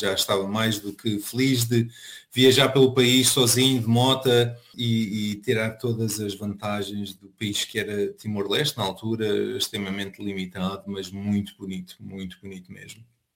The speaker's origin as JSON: {"language": "Portuguese", "country": "Portugal", "moved": "as an adult", "said": "É nós percebermos que saímos de Portugal e vamos para uma aventura e depois, ao fim de algum tempo, decidimos ficar longe de Portugal."}